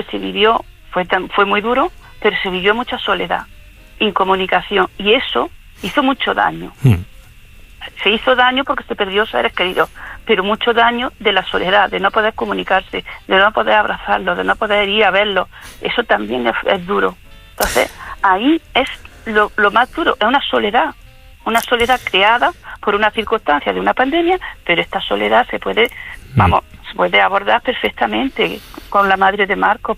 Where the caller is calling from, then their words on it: Jaén, Andalusia, Spain; soy enfermera de aquí, de Jaén.